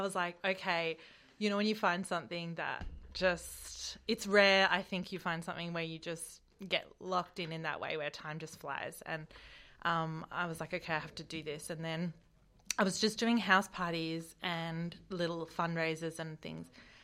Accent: Bendigo, Victoria, Australia; also born or lived in Castlemaine; Well, this is my home. I was born in Bendigo. My parents lived on a bush block between here and Bendigo. My whole family's from here.

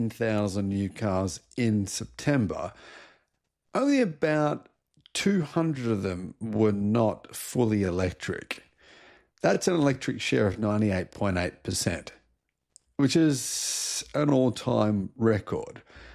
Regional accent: Australia; I'm Australian

